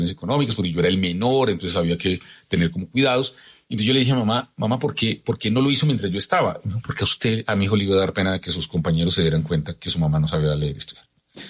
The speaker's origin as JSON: {"language": "Spanish", "region": "Bogotá", "country": "Colombia", "tie": "born or raised there", "said": "yo nací en un inquilinato en Fontibón, viví en Kennedy, en el barrio de las Américas, luego viví en el barrio Bavaria, luego viví en el Bosque Popular"}